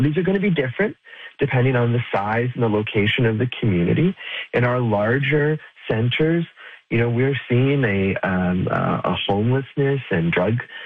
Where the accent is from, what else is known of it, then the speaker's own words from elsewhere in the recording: Goderich, Ontario, Canada; now in Ottawa, Canada; experience coming from Goderich, I now live in Ottawa, right? I didn't make my career and my life in my hometown. And that is true for many of the people I grew up around.